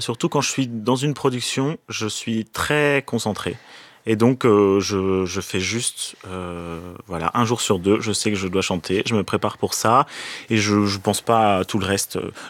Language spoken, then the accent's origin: French; France; je suis français